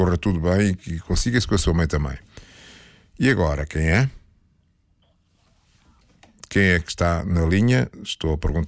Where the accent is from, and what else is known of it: Portugal